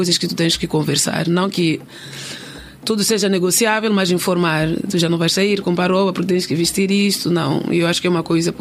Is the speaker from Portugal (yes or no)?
no; Mozambique; now in Norway; Tem coisas que são inegociáveis para mim como moçambicana. O primeiro é vir para Moçambique pelo menos uma vez por ano